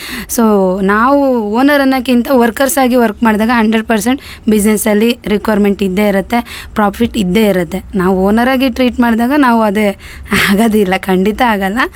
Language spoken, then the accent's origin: Kannada; Shivamogga, Karnataka, India